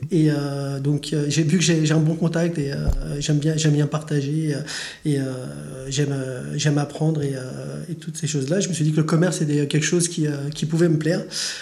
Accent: Île-de-France, France; moved away as an adult; now in Boulogne-sur-Gesse, France; moi, je suis originaire de l'Île-de-France.

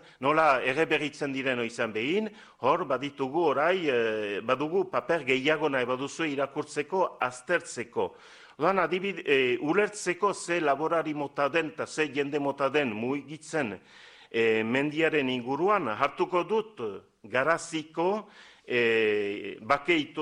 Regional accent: Estérençuby, Nouvelle-Aquitaine, France; Bon, ni Estrentzubikoa naiz, eta badakit gure herrian, laborarien artean

